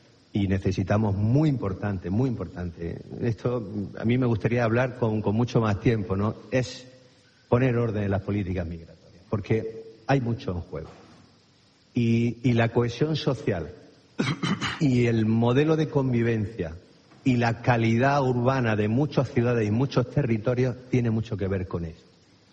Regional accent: El Ejido, Andalusia, Spain; Almería es una provincia emprendedora que se ha hecho con gente venida de muchos sitios. Yo vengo de Lejido y ha crecido, pues imagínate, en menos de medio siglo ha podido crecer en 80.000 habitantes, ¿no?

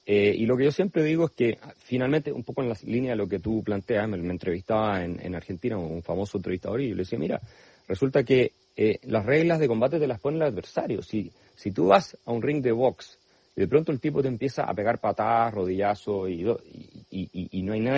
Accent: Germany; yo soy alemán

